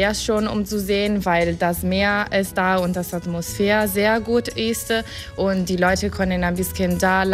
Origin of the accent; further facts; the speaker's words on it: Arbatax, Sardinia, Italy; German is a second language; Ich komme aus Arbatax, ich bin hier geboren, in diesem kleinen Dorf, aber sehr, sehr schön. Und ich habe hier studiert.